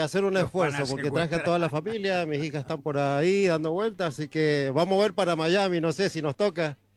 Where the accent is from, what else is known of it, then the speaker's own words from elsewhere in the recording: Mendoza, Argentina; also born or lived in Buenos Aires; Mendoza. Buenos Aires, nací en Buenos Aires, pero después el resto de la vida en Mendoza.